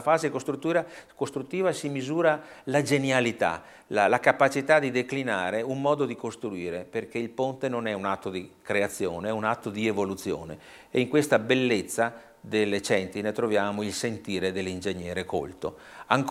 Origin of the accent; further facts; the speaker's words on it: Padua, Veneto, Italy; passiamo a Padova, la mia città natale.